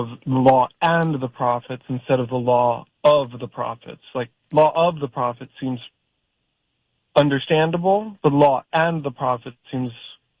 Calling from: New York, United States; I'm from New York.

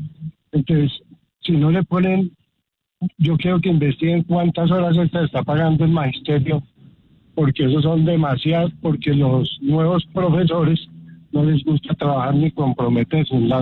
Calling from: Bogotá, Colombia; Buenos días, desde Bogotá.

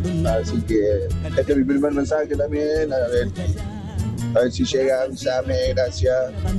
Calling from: Corral de Bustos, Córdoba, Argentina; de Corral de Gusto.

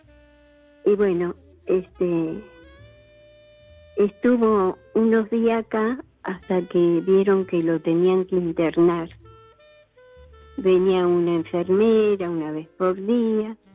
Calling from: San Miguel, Argentina; Yo soy de San Miguel.

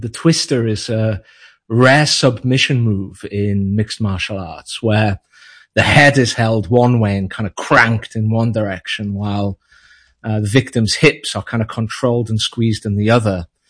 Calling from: North East England, United Kingdom; No, I'm not. I'm in the northeast of England.

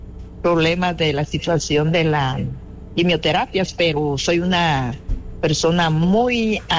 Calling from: Ciudad Peronia, Guatemala Department, Guatemala; Desde acá de Ciudad Peronia.

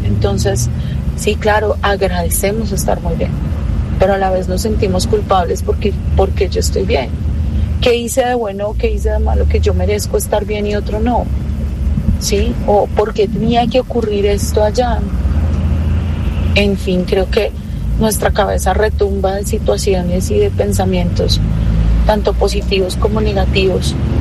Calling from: Bogotá, Colombia; yo vivo en Bogotá

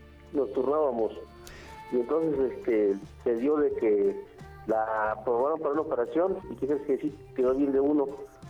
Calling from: Chalco, State of Mexico, Mexico; yo vivo en Chalco.

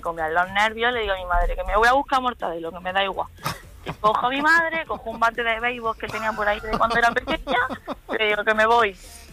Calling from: Almería, Andalusia, Spain; que soy de Almería

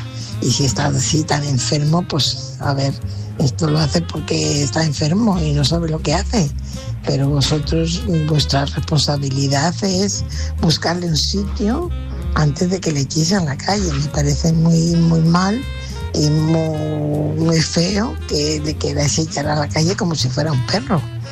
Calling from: Fuenlabrada, Community of Madrid, Spain; corresponsal de Fuenlabrada.

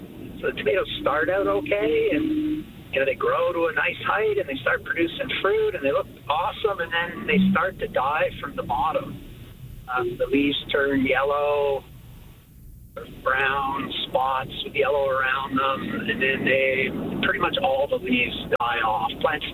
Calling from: Fredericton, New Brunswick, Canada; I'm calling from Fredericton.

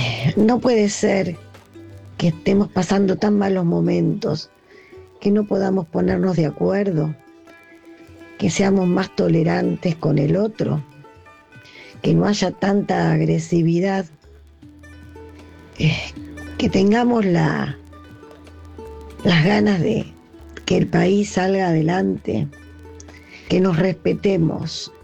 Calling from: Buenos Aires, Argentina; de Colegiales.

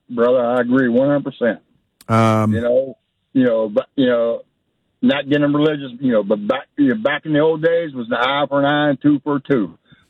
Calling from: Charles Town, West Virginia, United States; So I live in Charlestown, which is in Jefferson County, West Virginia.

